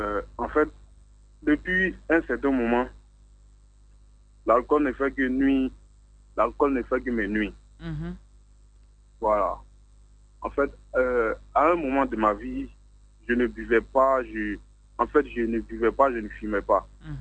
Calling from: Abidjan, Côte d’Ivoire; J'appelle de la Riviera.

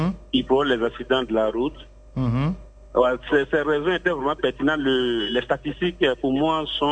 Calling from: Abidjan, Côte d’Ivoire; Je vous appelle de Cocody.

